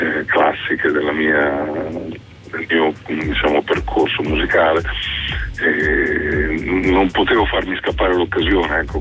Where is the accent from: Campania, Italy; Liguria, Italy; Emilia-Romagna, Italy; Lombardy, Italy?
Emilia-Romagna, Italy; moved away as an adult; also born or lived in Po Valley; io mi ricordo i primi anni che abitavo, che sono tornato qui ad abitare in Emilia Romagna, dopo 4 anni di pianura padana